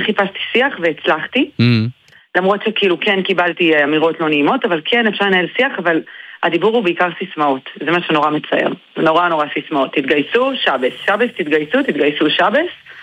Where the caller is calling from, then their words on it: Tel Aviv, Tel Aviv District, Israel; אני ואחי, מתל אביב